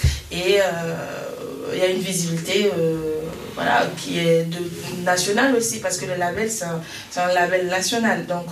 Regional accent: Centre-Val de Loire, France; je suis de l'Eure-et-Loire, plutôt à Vauves, mais je travaille à Chartres.

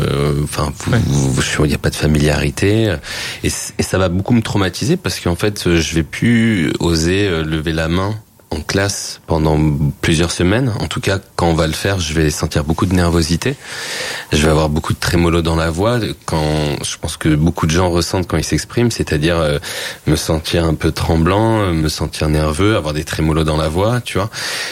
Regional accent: Île-de-France, France; moved away; je venais de Seine-Saint-Denis

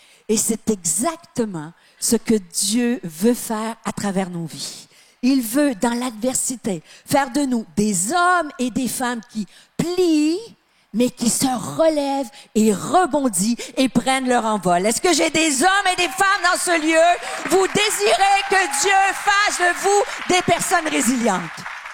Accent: Quebec, Canada; Non, moi, je suis pas française, je suis québécoise.

